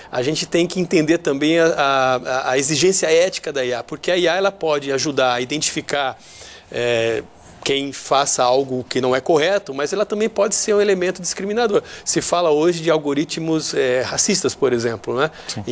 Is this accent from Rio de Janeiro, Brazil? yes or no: yes; Rio de Janeiro, Brazil; now in São Paulo, Brazil; O problema, eu venho do Rio de Janeiro, um grande problema da cidade e da sociedade carioca, não só, né? Aqui em São Paulo também.